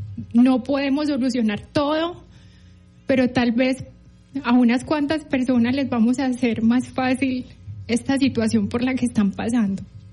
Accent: Colombia; moved away; hoy es mi pueblo, mi gente de Colombia.

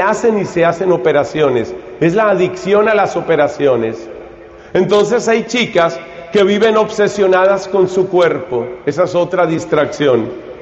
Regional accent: Colombia; Hemos tenido en mi país, Colombia, hemos tenido el caso de varias chicas que han muerto después de operaciones que se hicieron para ser más bonitas.

